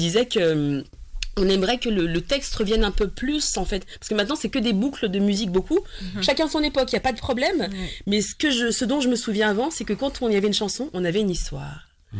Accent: Paris, Île-de-France, France; born there; Alors je suis née à Paris.

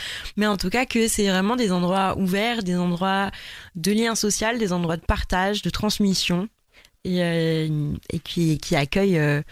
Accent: Provence-Alpes-Côte d'Azur, France; Je viens du Var, du centre Var. Et en fait, chez mes parents, on ne captait vraiment pas de radio locale.

